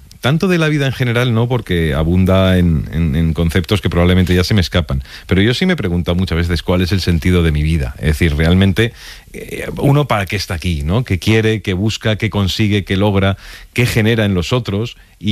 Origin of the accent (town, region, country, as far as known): Spain